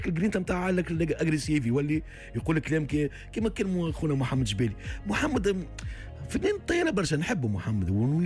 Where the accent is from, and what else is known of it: Tunisia